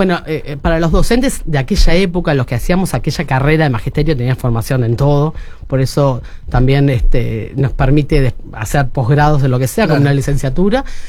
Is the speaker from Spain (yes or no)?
no; Montevideo, Uruguay; moved away as an adult; now in Punta del Este, Uruguay; nací en Montevideo, en un familión. Familión compuesto por un lado por una tanada mayúscula, uh-huh. Y por otro lado por una familia que justamente viene de la parte rural, ¿no? De allá de La Valleja, de José Pedro Varela.